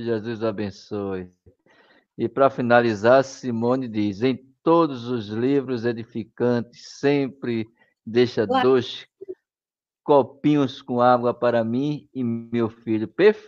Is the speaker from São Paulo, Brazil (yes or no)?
no; Recife, Pernambuco, Brazil; sou de Recife, Pernambuco, Brasil.